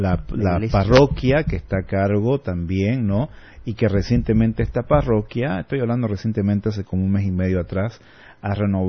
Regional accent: Santa Cruz, Bolivia; todos nosotros como cruceños, como bolivianos

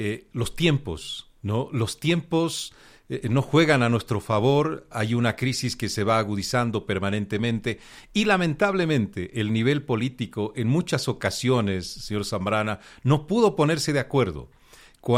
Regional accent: Bolivia

